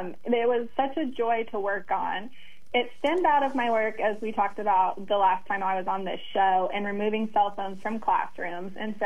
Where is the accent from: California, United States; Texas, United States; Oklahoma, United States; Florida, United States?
Oklahoma, United States; Rogers County; I love Rogers County, and it's my hometown